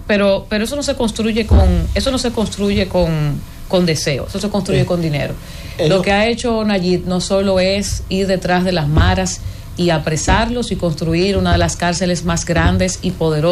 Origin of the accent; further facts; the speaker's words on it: Dominican Republic; yo soy dominicana hasta la tambora